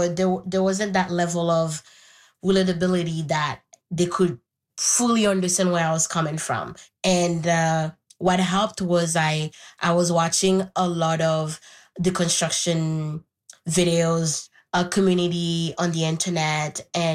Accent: Haiti; born or raised there; first language Haitian Creole; English is a second language

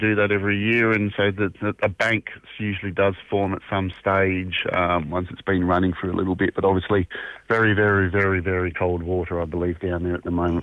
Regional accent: Rockingham, Western Australia, Australia; born and bred in Rockingham, so got a lot of stories from growing up in Rockingham back in the day. Born and bred WA and Rockingham bound.

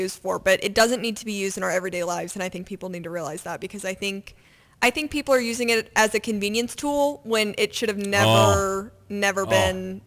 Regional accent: Illinois, United States; Illinois. Like, I am not Southern. You are just Northern.

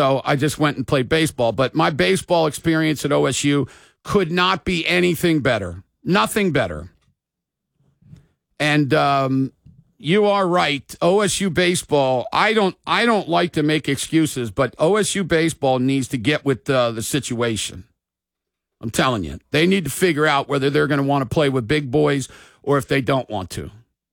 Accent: Maryland, United States; I told you all before that I came from Maryland, and I won the scholar athlete in the entire state.

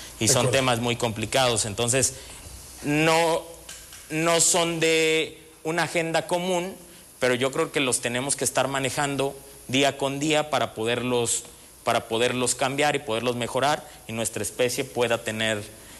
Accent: Zitácuaro, Michoacán, Mexico; also born or lived in Morelia; Ya, mi tierra natal.

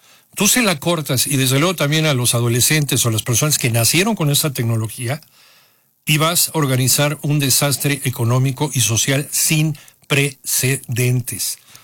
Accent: Mexico; así como somos los mexicanos

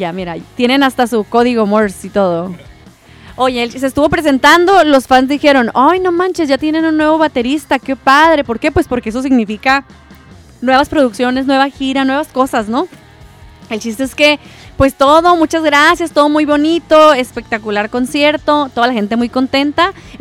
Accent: Mexico; somos los mexicanos

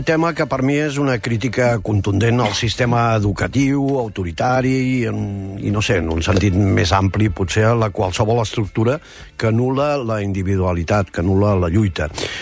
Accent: Vic, Catalonia, Spain; Jo sóc de Vic, també cal dir-ho, la ciutat dels Sants, vull dir, família de capellans també, doncs, sobretot per part de la meva mare, alemanys

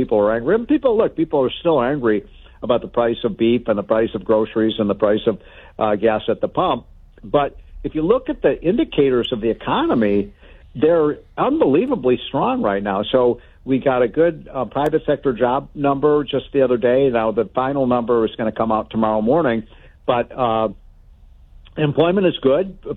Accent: Illinois, United States; Illinois, my home state

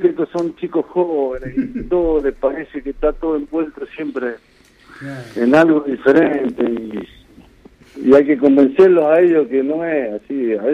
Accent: Argentina; Y sabés bien cómo somos los argentinos, que por ahí empieza el otro.

